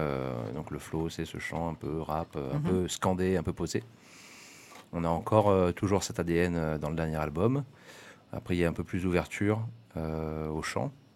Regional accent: Aix-en-Provence, Provence-Alpes-Côte d'Azur, France; moi, je suis vers Aix

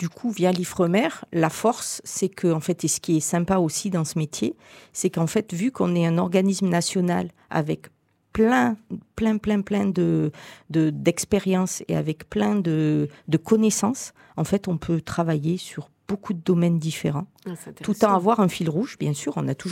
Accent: Marignane, Provence-Alpes-Côte d'Azur, France; je suis de Marseille, enfin de Marignane plus exactement. Donc, j'ai toujours été près de la mer.

